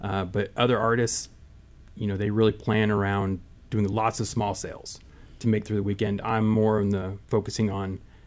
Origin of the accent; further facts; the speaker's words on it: Lawrence, United States; Being as I'm from Lawrence, I have a lot of community members and former clients and friends who are familiar with my work.